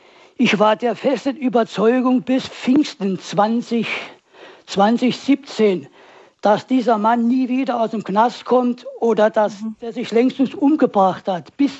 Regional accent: Saarbrücken, Saarland, Germany; Ich bin aufgewachsen in der Nähe von Saarbrücken, damals St. Johann am Markt. Das war alles eine Rotlichtzone gewesen.

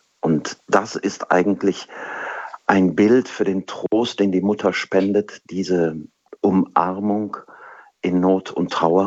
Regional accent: Kevelaer, North Rhine-Westphalia, Germany; Damit bin ich groß geworden, das wurde schon gesagt, in Kevela. Und eigentlich hat mich das in meiner Jugend ein bisschen genervt, weil ich bin an der Hauptstraße groß geworden.

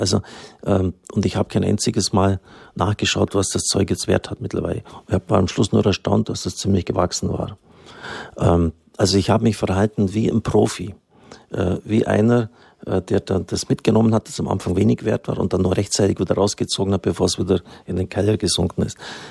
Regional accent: Swabia, Germany; ich bin ja auch ein Schwabe

